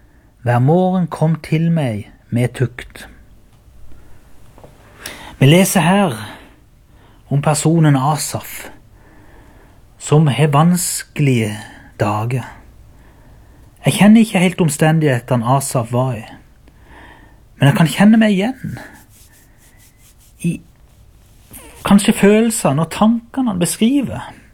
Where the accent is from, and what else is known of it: Byremo, Agder, Norway